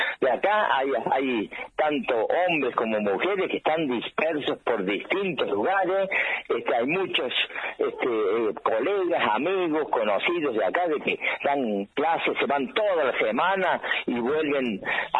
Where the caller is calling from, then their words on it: San Francisco del Monte de Oro, San Luis, Argentina; Claro, yo soy de acá, de San